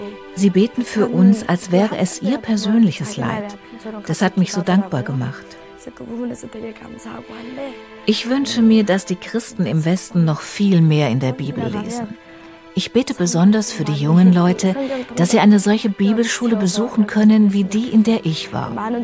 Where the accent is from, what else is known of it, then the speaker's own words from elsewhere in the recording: North Korea; German is a second language; now in Germany; Meine ganze Haltung zu Nordkorea ist anders geworden. Früher konnte ich nur mit Widerwillen an mein Heimatland denken.